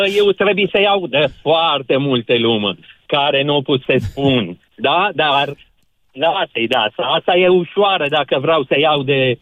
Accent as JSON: {"language": "Romanian", "country": "Iraq", "second_language": "Romanian", "moved": "yes", "lives_now": "Romania"}